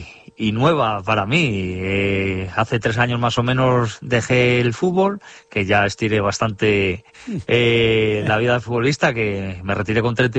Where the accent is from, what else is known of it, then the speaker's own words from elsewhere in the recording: Salamanca, Castile and León, Spain; moved away as an adult; also born or lived in Vitoria; Sí, me volví a mi tierra. No era en principio la idea mía de quedarme a vivir en Salamanca. De hecho, mi idea era acabar viviendo en Vitoria.